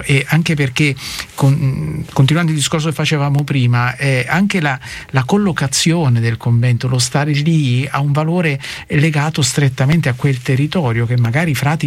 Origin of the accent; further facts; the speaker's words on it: Lucera, Apulia, Italy; born or raised there